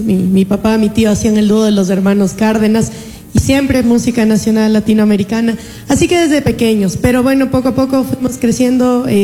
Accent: Sangolquí, Pichincha, Ecuador; Nosotros somos de Sangolquí, la ciudad de Sangolquí, que el cantón Rumiñahui.

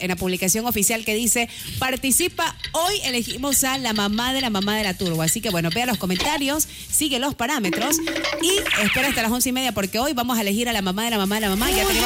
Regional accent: Guayaquil, Guayas, Ecuador; soy guayaquileña

